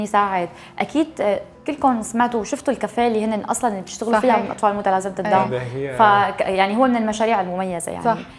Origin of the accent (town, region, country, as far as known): Syria